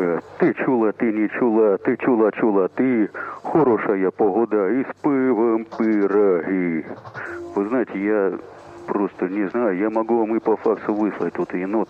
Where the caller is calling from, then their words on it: Donetsk, Donetsk Oblast, Ukraine; Я из Донецка вам, так сказать, звоню.